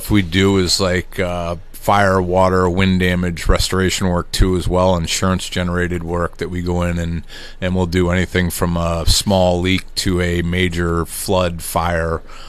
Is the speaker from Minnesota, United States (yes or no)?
no; Manchester, Connecticut, United States; so we grew up in Manchester, and that was years ago, so I'm kind of third generation.